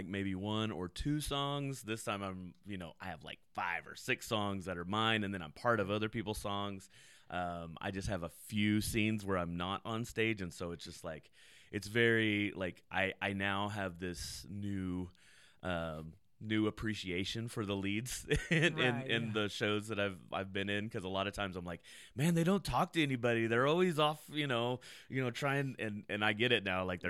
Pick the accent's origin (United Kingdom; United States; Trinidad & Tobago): United States; Bryan, Texas; So yes, I am from Bryan College Station. Well, I mean, yes, my family moved here when I was like 8.